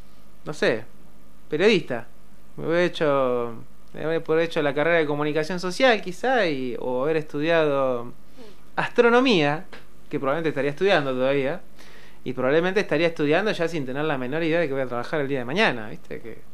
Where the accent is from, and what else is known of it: Lobos, Buenos Aires Province, Argentina; born or raised there; moved away